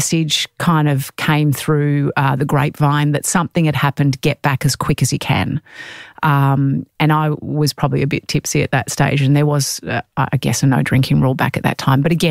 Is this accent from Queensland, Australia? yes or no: no; Melbourne, Victoria, Australia; I was from Melbourne and I did Annie the Dummy CPR and treading water with my clothes on.